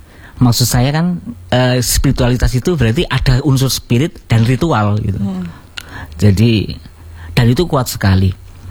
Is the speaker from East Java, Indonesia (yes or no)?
yes; Jember, East Java, Indonesia; Tapi alhamdulillah karena memang dari kecil sampai kuliah itu di Jember, dari lahir Jember sampai kuliah Jember.